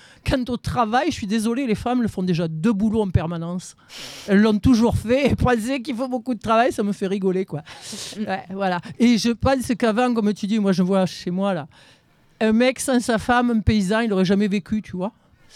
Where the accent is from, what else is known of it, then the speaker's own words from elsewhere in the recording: Pernes-les-Fontaines, Provence-Alpes-Côte d'Azur, France; Bon, moi, je suis de Pernes-les-Fontaines. Tous les voisins, c'était des agriculteurs et les filles et les garçons avaient mon âge, enfin ceux de ma génération.